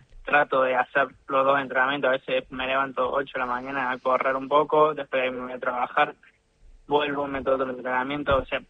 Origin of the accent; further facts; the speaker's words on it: Córdoba, Argentina; Córdoba capital, sí.